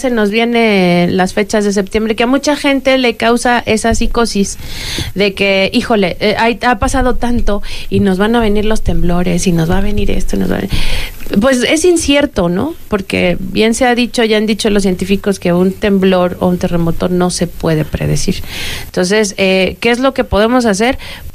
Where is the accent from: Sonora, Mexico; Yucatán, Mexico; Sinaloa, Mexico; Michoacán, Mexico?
Michoacán, Mexico; nos dicen, ay, ¿de dónde vienes? Ay, de Michoacán.